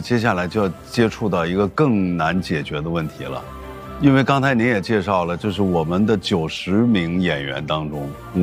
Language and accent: Chinese; northern China, China; 像我们北方人就看着特别亲切